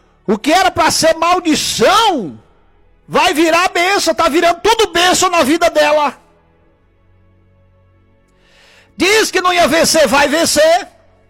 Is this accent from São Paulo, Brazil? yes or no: no; Tocantins, Brazil; Porque eu sou do norte, lá do Tocantins, né?